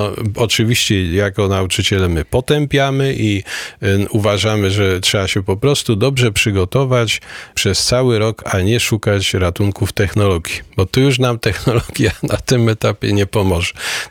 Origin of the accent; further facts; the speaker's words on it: Lesser Poland, Poland; Mówię u nas w Galicji, no bo wiadomo, Kraków był częścią szczęśliwej Austrii.